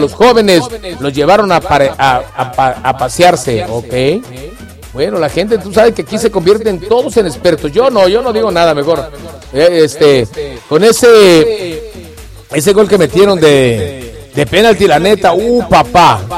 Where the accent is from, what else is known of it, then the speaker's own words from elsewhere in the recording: Mexico; Somos necios los mexicanos